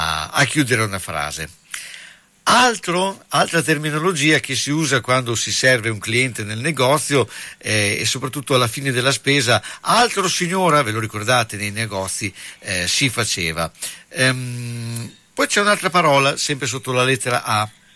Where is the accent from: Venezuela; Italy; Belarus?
Italy; Bologna, Emilia-Romagna; accent: Bolognese; abbiamo aperto un nuovo capitolo dal nostro dialetto bugnaise.